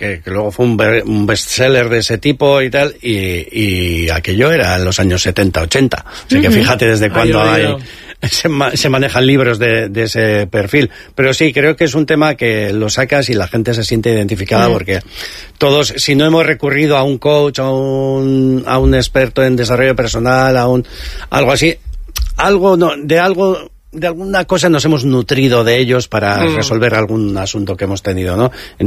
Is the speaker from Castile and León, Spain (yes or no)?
no; Errenteria, Basque Country, Spain; born there; also born or lived in San Sebastián